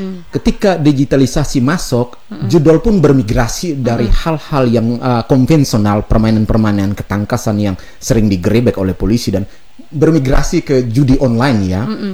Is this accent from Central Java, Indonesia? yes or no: no; Ende, East Nusa Tenggara, Indonesia; Saya asli orang NTT ya.